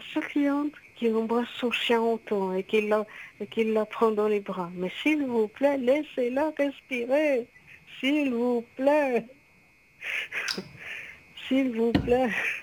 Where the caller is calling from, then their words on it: Italy; C'est le seul défaut qu'on a les Italiens, on est très tactile